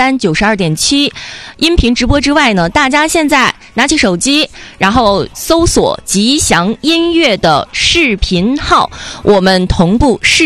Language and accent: Chinese; Northeast China, China; 咱们东北人